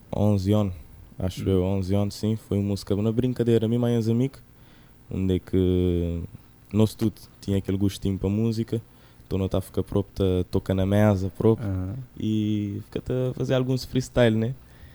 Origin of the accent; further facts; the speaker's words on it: Sal, Cape Verde; Nunca nasci ali, nasci na São Sendo, mas criei toda a minha vida ali na sala. Então, considero a mim mesmo um salgadinho.